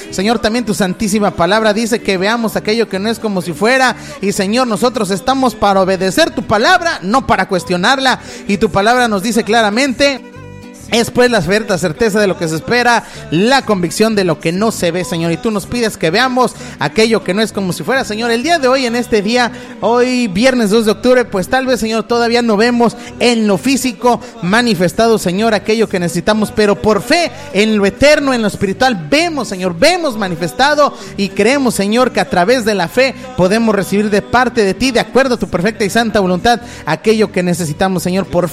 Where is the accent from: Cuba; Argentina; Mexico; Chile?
Mexico; Pachuca, Hidalgo; por allá por el precioso Pachuca, Hidalgo, familia, mi tierra hermosa también, por allá por Pachuca.